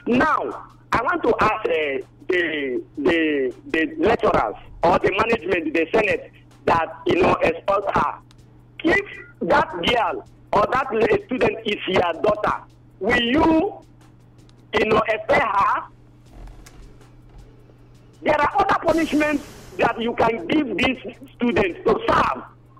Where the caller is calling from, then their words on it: Nigeria; we Nigerians